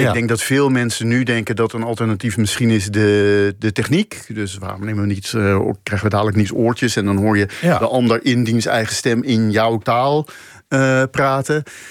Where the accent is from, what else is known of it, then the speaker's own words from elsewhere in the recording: Netherlands; als wij met een Amerikaan spreken, spreek je toch altijd als een Nederlander met een Amerikaan.